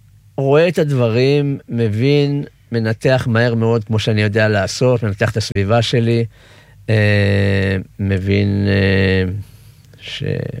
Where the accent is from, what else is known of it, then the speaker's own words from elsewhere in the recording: Tel Aviv, Tel Aviv District, Israel; גדלנו בדרום תל אביב, באזור שכונת יד אליהו. לא אנשים עם הרבה מאוד אמצעים, אבל היה בבית המון המון אהבה